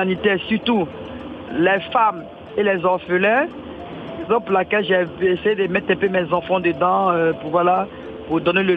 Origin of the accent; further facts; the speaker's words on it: Côte d’Ivoire; moved away as an adult; now in Belgium; Je suis d'origine ivoirienne.